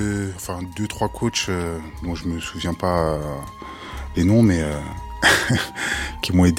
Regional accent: Colombes, Île-de-France, France; also born or lived in Clichy; Bon, je suis né à Clichy, mais j'ai pas grandi à Clichy. Moi, je suis de Colombes. J'aime bien le dire parce que je suis fier de l'endroit où j'ai grandi.

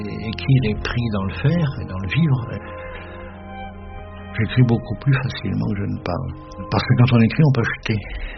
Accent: Bergues, Hauts-de-France, France; moved away; also born or lived in Lille; à Berg, ma ville natale, c'est une ville de... C'était, je ne sais pas si c'est encore, il y avait des fortifications, il y avait un pont-levis, il y avait, ouais, c'était très moyenâgeux, hein, puis il y avait des remparts.

